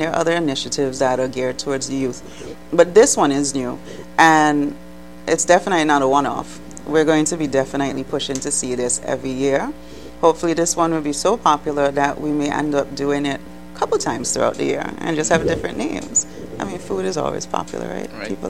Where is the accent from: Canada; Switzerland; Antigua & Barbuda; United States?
Antigua & Barbuda; Coolidge, Saint George; now in McKinnon's, Antigua; my entire childhood, my life, everything was built in the north. You know, I grew up in Coolidge. I spent most of my summers in McKinnon's. I live in McKinnon's. I have family in Yorks. I have family in Hodges Bay, Blue Water, all of that.